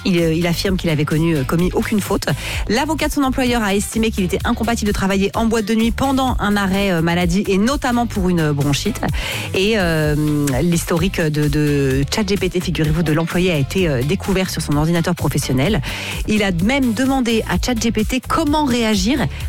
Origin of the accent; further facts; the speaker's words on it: France; chez nous en France